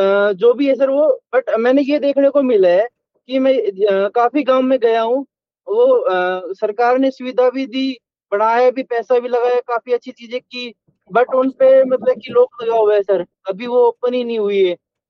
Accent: Nangal Pathani, Haryana, India; born there; now in Charkhi Dadri, India; और मेरा गांव हुआ नांगल पठानी सर, कोसली के पास।

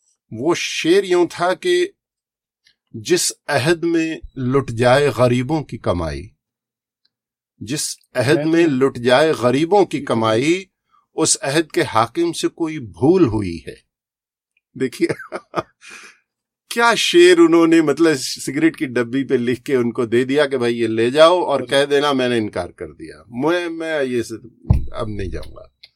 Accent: Ambala, Haryana, India; تو ہمیں امبالہ کے لوگوں کو اس پر بھی فخر ہونا چاہیے

